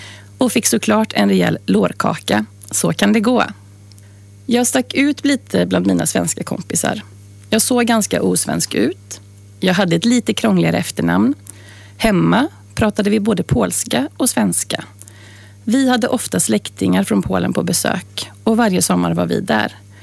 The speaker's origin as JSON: {"language": "Swedish", "town": "Trollhättan", "region": "Västra Götaland County", "country": "Sweden", "tie": "born or raised there", "also_born_or_lived": "Vänersborg", "said": "När jag föddes bodde vi på Slottevägen på Kronogården. Mamma, pappa, jag och min storebror. Och som många andra i Trollhättan på den tiden jobbade båda mina föräldrar på linan på Saab."}